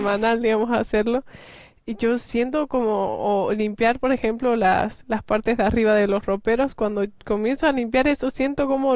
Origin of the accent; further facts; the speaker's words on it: La Paz, Bolivia; cuando yo era niña, yo nací en La Paz, Bolivia, y ahí hace mucho frío, entonces normalmente las casas tienen alfombra casi siempre